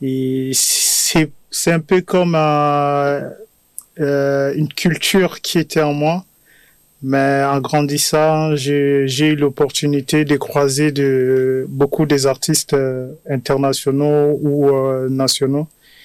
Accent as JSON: {"language": "French", "region": "Kinshasa", "country": "DR Congo", "tie": "born there", "said": "artiste, musicien, arrangeur, auteur et compositeur. Je suis né à Kinshasa, République démocratique du Congo, dans un quartier voisin de prison Makala."}